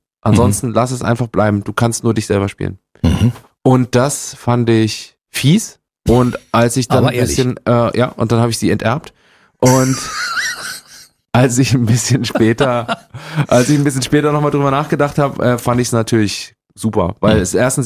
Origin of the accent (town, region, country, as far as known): Gera, Thuringia, Germany